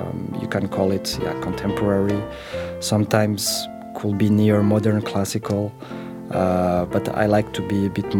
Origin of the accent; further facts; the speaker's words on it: Luxembourg; I'm a composer from Luxembourg.